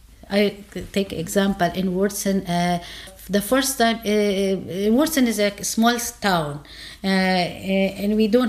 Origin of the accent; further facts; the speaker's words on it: Afghanistan; English is a second language; Like you are from Deutschland, I'm from Afghanistan, but I'm very comfortable with you.